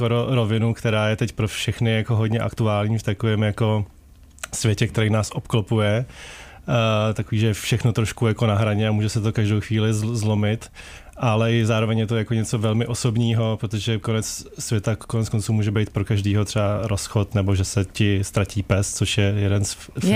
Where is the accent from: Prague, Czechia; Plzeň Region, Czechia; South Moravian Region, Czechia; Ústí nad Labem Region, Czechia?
Ústí nad Labem Region, Czechia; Litoměřice; protože jsem z Litoměřic, takže se ten kruh potom takhle jako trošku jako uzavřel